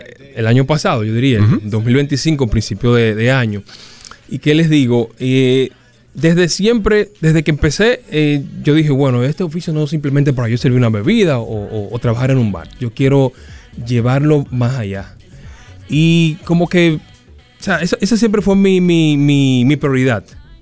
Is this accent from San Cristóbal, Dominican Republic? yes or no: yes; San Cristóbal, Dominican Republic; moved away as an adult; now in Santo Domingo, Dominican Republic; Yo soy oriundo de San Cristóbal.